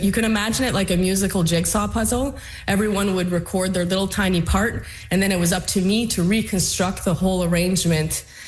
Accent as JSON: {"language": "English", "town": "Chapleau", "region": "Ontario", "country": "Canada", "tie": "born or raised there", "said": "So I grew up in Shaplow. I am from a musical family"}